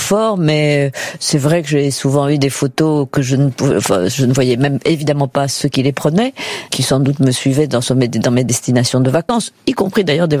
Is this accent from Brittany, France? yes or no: no; Paris, Île-de-France, France; also born or lived in Auvergne; J'y suis née, mais mes parents étaient déjà à Paris.